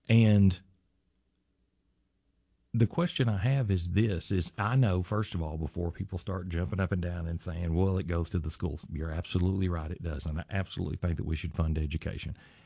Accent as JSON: {"language": "English", "area": "Saline County", "region": "Arkansas", "country": "United States", "tie": "born or raised there", "said": "We're both from Saline County. We've lived here our whole life."}